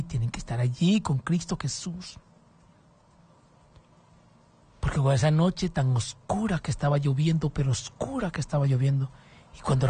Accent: Honduras; yo sí estoy preocupado como hondureño.

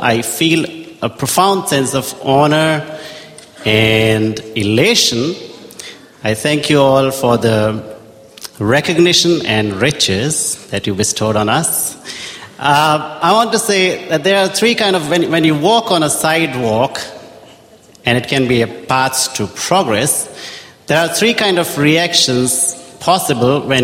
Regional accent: Orlando, Florida, United States; I'm from Orlando, Florida, a wonderful place where you all be there next year.

